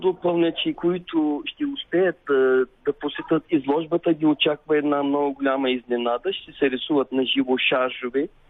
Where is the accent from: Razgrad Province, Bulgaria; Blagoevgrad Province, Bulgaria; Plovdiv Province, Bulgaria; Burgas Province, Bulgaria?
Burgas Province, Bulgaria; Aytos; also born or lived in Boyno; Аз съм роден в село Бойно, в близо до Ардино, но съм израснал в Айтос.